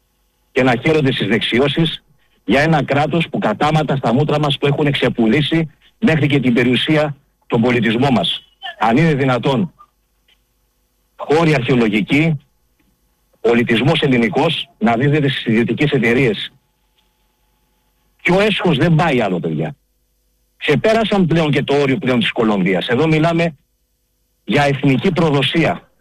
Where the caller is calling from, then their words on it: Athens, Attica, Greece; από Αθήνα.